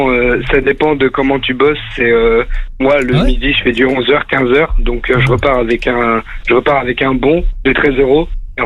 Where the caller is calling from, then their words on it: Saint-Malo, Brittany, France; moi, je suis au Burger King à Saint-Malo et bah, je travaille en tant que salarié là-bas.